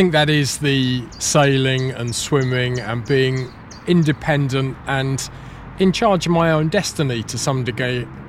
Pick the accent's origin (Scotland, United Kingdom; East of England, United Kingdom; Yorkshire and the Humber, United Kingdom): East of England, United Kingdom; Mersea Island, Essex; also born or lived in Ashington, Northumberland / boarding school; now in West Yorkshire, United Kingdom; But quickly we moved down, not to Australia, which some people think, but Essex, to the Essex Marshes, Mersey Island. And I had 18 years or so growing up there.